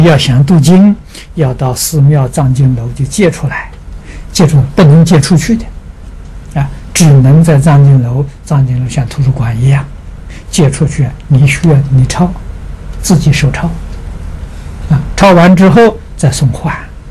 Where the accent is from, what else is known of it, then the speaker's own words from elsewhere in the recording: Anhui, China; 我们家乡啊，好像安徽省呢